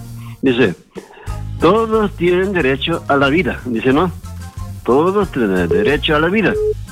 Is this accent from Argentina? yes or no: no; Uruguay; de Uruguay, también de acá de Cada.